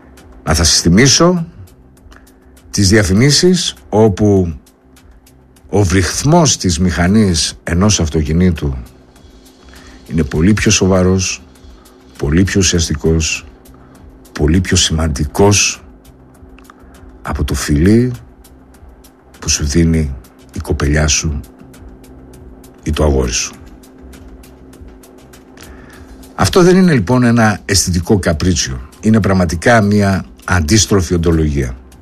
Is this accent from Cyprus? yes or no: no; Greece; εμείς γνωρίζαμε ως Έλληνες